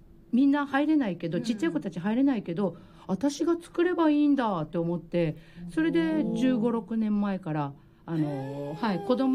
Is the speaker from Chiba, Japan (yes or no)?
yes; Kamagaya, Chiba, Japan; あの有名な鎌ヶ谷市です。